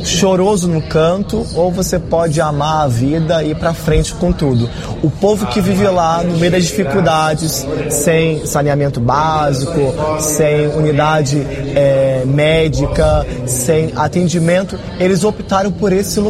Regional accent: Nilópolis, Rio de Janeiro, Brazil; now in São Paulo, Brazil; Eu sou natural de Nilópolis, Rio de Janeiro, mas hoje, de modo muito especial, eu venho do extremo norte da cidade de São Paulo, um bairro chamado Jardim Imperialto.

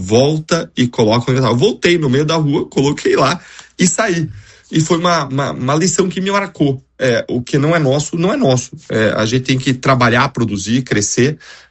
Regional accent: Pato Branco, Paraná, Brazil; Nasci no Hospital São Lucas, cresci estudando no Mater Dei, e meu pai foi promotor de justiça, aí minha mãe foi professora do Mater Dei, depois em várias escolas públicas. E estudei até os 14 anos.

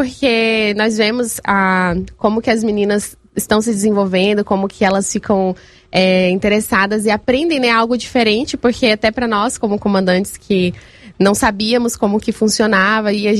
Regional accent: Porto Seguro, Bahia, Brazil; moved away; Da Bahia, Porto Seguro

